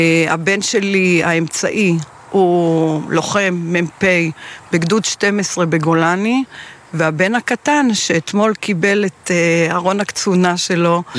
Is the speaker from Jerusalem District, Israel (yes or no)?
yes; Shoresh, Jerusalem District, Israel; אני גדלתי במשפחה ובכלל ביישוב שיש בו הרבה הרבה חיילים ומילואימניקים, אני ממושב שורש, ומסביבי היו תמיד חיילים, מילואימניקים